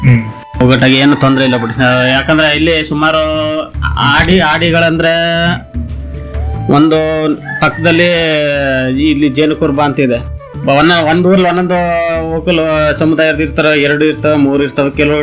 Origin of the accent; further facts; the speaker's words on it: Karnataka, India; ನಾನು ಚಿಕ್ಕ ಚಿಕ್ಕ ವಯಸ್ಸಲ್ಲಿ ಇಲ್ಲೇ ಸುಮಾರು ಬುಟ್ಟಿಗಳು ಕಾಡಿನ ತಂದು ಬಿದಿರು ತಂದು ಬುಟ್ಟಿ ಎಣೆಯೋದು